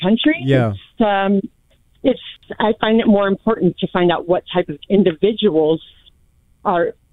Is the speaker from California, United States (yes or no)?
yes; Placerville, California, United States; moved away as an adult; also born or lived in Orange County, California; now in Bullhead City, United States; Okay, yeah, I moved out here from Orange County. I'm originally from Placerville, California.